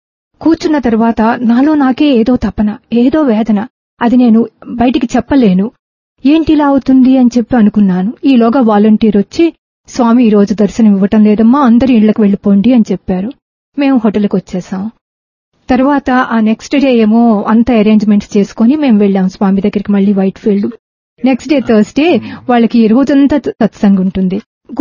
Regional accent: Visakhapatnam, Andhra Pradesh, India; moved away as an adult; now in Barbados; నేను విశాఖపట్నంలో పుట్టాను, విశాఖపట్నంలో పెరిగాను, విశాఖపట్నంలో చదువుకున్నాను.

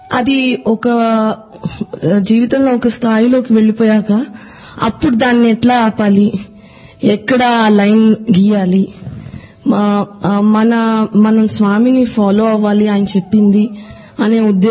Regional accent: Chennai, Tamil Nadu, India; నేను చెన్నై నుంచి వచ్చాను.

